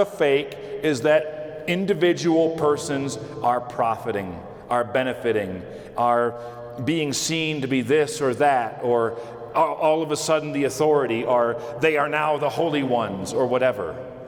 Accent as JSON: {"language": "English", "region": "New York", "country": "United States", "said": "I'm a New Yorker."}